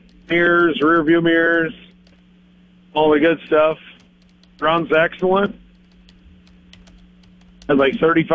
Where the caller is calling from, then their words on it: Alpena, South Dakota, United States; from Alpena.